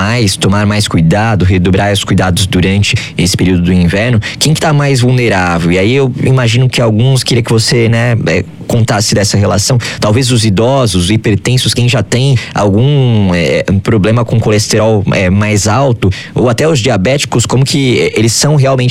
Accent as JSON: {"language": "Portuguese", "region": "São Paulo", "country": "Brazil", "lives_now": "Rio de Janeiro, Brazil", "said": "E eu tô no Rio de Janeiro, mas venho de São Paulo"}